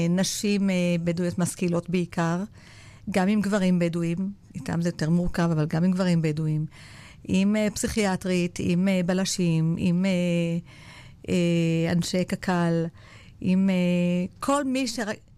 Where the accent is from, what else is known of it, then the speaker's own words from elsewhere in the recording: Southern District, Israel; born there; אני תושבת הנגב, אני נולדתי בנגב, אני גרה כאן.